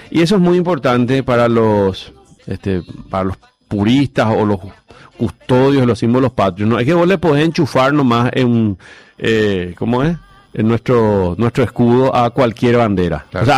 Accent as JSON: {"language": "Spanish", "country": "Paraguay"}